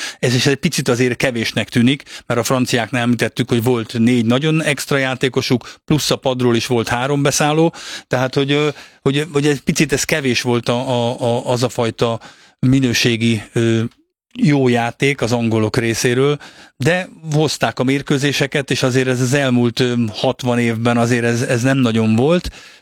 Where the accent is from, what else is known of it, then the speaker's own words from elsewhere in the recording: Hungary; azt hiszem magyarként